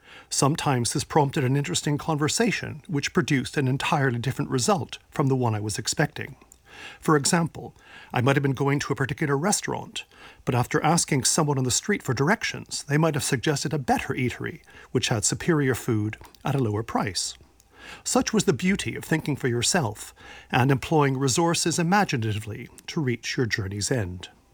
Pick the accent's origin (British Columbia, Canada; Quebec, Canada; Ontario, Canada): Ontario, Canada; Toronto; Growing up in Toronto